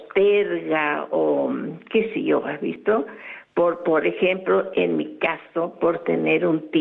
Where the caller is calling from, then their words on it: Santiago del Estero, Argentina; de Santiago del Estero.